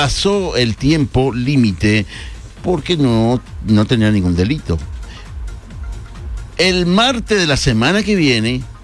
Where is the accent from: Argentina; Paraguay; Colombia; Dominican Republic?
Dominican Republic; moved away as an adult; also born or lived in Santo Domingo; Primero soy dominicano.